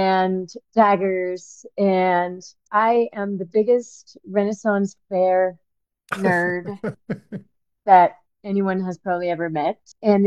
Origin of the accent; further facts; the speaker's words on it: Spain; now in New York, United States; I was born in Spain, so born and raised, so that'll always be home.